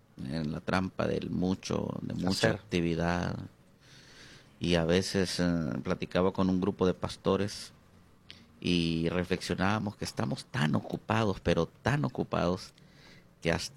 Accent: Tegucigalpa, Francisco Morazán, Honduras; Soy originario de Honduras, nací en Tegucigalpa.

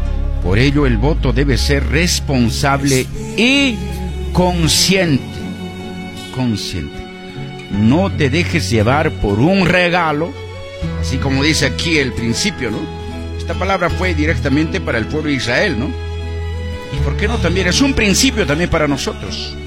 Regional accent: Peru

